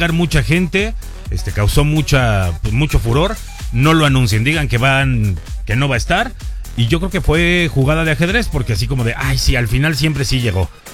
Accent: Mexico; cómo somos los mexicanos como anfitriones

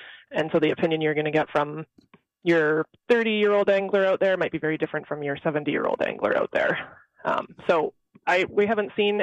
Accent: Ontario, Canada; I'm actually Canadian. Yeah, I picked up on that, yeah. Yeah. So I grew up in the Great Lakes, a small little town on Manitoulin Island in the north shore of Lake Huron.

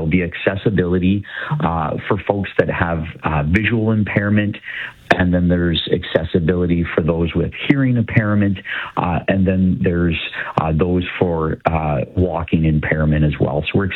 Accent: Niagara, Ontario, Canada; someone who was born and raised in Niagara to participate with all of these great partners and bring some of the real housing solutions for affordability to our community here in Niagara.

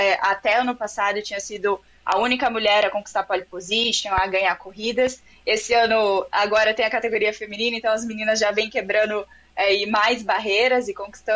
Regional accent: Campo Mourão, Paraná, Brazil; Eu sou natural do Paraná, de Campo Mourão.

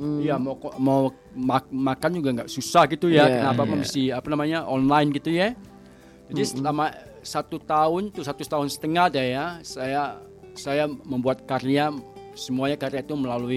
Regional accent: Sumatra, Indonesia; accent: Batak / Acehnese / Malay-like

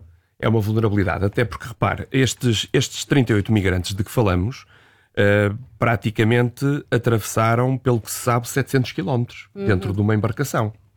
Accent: Minho, Portugal; Eu recordo-me, eu sou do Minho, eu recordo-me das histórias dos contrabandistas

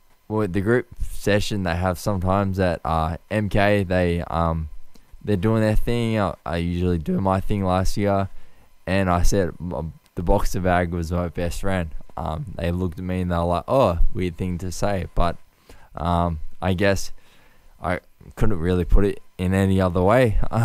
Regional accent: Australia; I am Australian, and just because we're in a spot of bother right now doesn't mean we should jump ship.

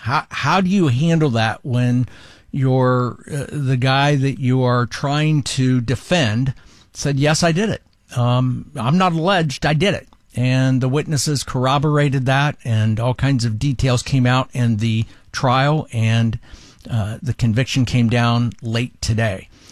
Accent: Columbus, Ohio, United States; if you don't know about … I was born and raised up in Columbus, Ohio, back in the 70s and 80s.

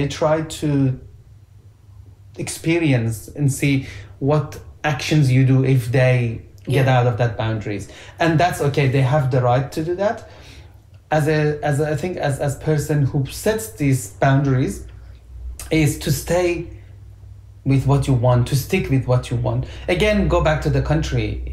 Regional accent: Afghanistan; Like, we're from Afghanistan, so a lot of countries came to invade and get our country, right?

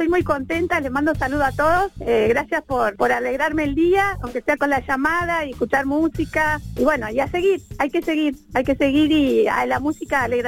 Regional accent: Villa Domínico, Buenos Aires Province, Argentina; Soy de Dominico.

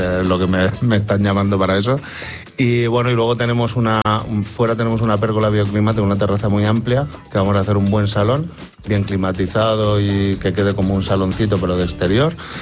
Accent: Murcia, Region of Murcia, Spain; now in Madrid, Spain; yo soy de Murcia, con ascendencia alicantina, valenciana y balear.

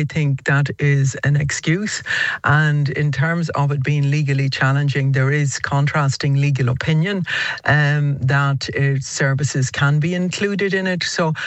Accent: Ireland; we have to stand up as an Irish nation.

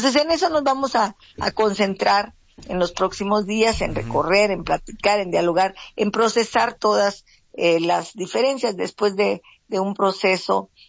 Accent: Guerrero, Mexico; También yo soy parte del pueblo afromexicano de Guerrero, soy de la Costa Chica de Guerrero.

